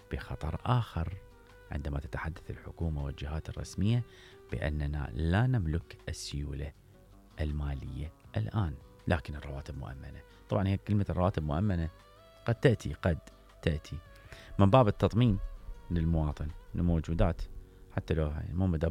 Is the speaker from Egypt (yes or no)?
no; Iraq; الأزمة الأخرى اللي نعاني من عتها إحنا كعراقيين